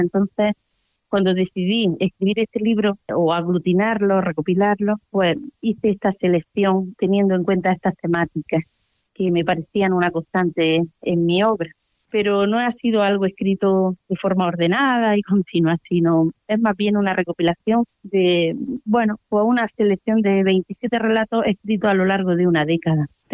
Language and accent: Spanish; Alcudia de Guadix, Andalusia, Spain; moved away; Yo soy de Alcudia